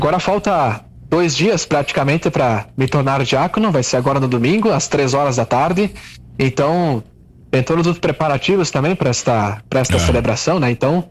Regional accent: Bento Gonçalves, Rio Grande do Sul, Brazil; eu serei ordenado padre lá em Bento Gonçalves, na minha cidade natal

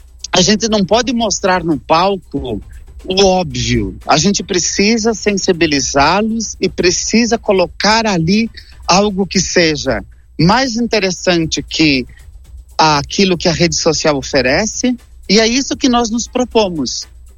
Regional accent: Erechim, Rio Grande do Sul, Brazil; Então, somos de Erechim, mas somos da cidade que tiver interessado no nosso trabalho.

